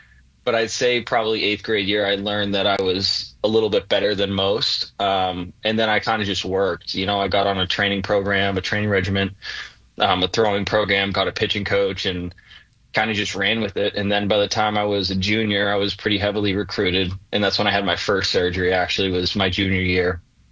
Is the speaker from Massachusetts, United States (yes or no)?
yes; Massachusetts, United States; growing up in Massachusetts